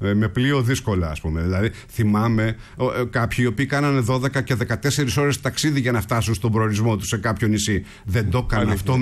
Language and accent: Greek; Livadi, Thessaly, Greece; Λιβάδι, Λαρίσης, Λιβάδι Ολύμπου.